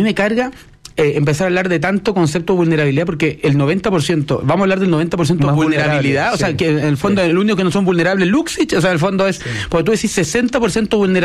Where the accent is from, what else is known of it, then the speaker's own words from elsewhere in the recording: Chile; somos los chilenos.